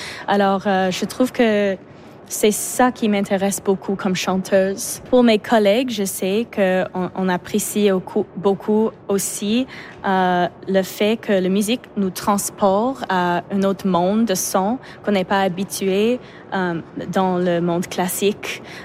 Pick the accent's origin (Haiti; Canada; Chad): Canada; Montreal, Quebec; parce qu'on vient de Montréal, puis on a essayé de trouver une façon d'amener tous les instruments de Montréal jusqu'à Vancouver.